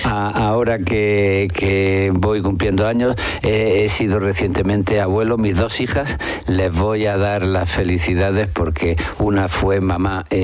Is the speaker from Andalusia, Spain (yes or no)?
yes; Granada, Andalusia, Spain; Yo nací en Granada, me he educado en Granada, pero estoy muy relacionado con Cádiz. Tengo una casita en la bahía de Cádiz